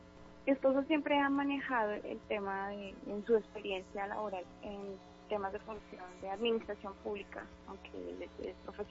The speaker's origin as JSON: {"language": "Spanish", "region": "Bogotá", "country": "Colombia", "tie": "born there", "moved": "yes", "lives_now": "Leticia, Colombia", "said": "Yo nací en Bogotá, mi papá es de Bogotá, mi mamá es de Paime, Cundinamarca, Zipaquirá, prácticamente, cundiboyacense, prácticamente, soy del interior."}